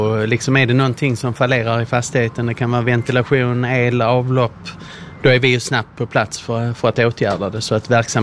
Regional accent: Malmö, Skåne, Sweden; Jag är född och uppvuxen i Malmö och mina föräldrar är MFF-are, så det har varit påtvingat från barnsben.

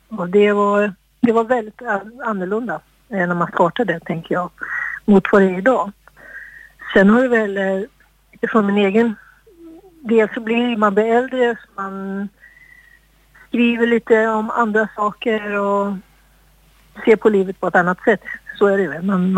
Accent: Jämtland County, Sweden; moved away; jag kommer ju också från Jämtland från början.

